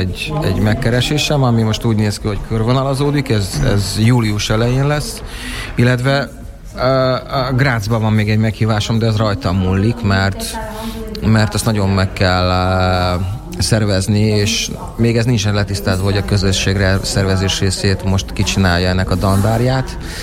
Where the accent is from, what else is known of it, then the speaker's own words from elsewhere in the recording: Budapest, Hungary; now in Austria; Érdekes, mert a legutolsó előadásom otthon Budapesten az ilyen stand-up jellegű volt